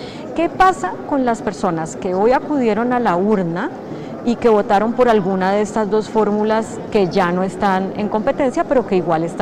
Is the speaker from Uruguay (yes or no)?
no; Colombia; que nos sintamos orgullosos como colombianos.